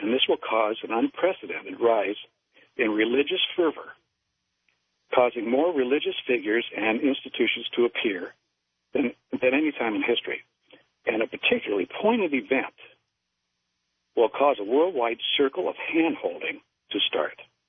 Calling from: Macon, Georgia, United States; by the way. I'm in Macon, Georgia.

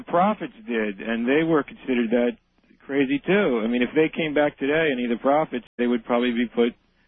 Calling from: King of Prussia, Pennsylvania, United States; And, I'm calling from King of Prussia, Pennsylvania.

